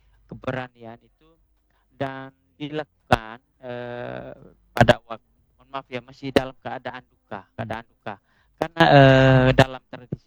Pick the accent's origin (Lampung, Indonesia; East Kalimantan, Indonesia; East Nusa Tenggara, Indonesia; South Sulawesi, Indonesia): East Nusa Tenggara, Indonesia; istilah kami orang Atuni itu disebut dengan bunuh banu talas